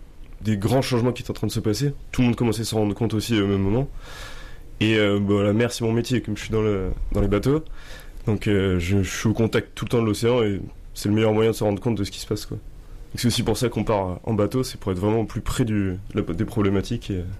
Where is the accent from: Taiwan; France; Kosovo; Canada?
France; Île d'Oléron, Nouvelle-Aquitaine; born there; Moi je suis de l'île d'Oléron à la base